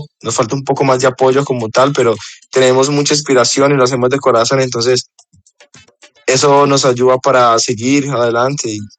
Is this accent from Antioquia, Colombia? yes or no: no; Bogotá, Colombia; also born or lived in La Paila; Esta pasión empezó en mi pueblito, en la Paila Valle. Soy del Valle, pero represento Bogotá y corro por Bogotá, porque de los 10 años, más o menos 10, 11 años, 9, me fui a vivir a Bogotá con mi familia.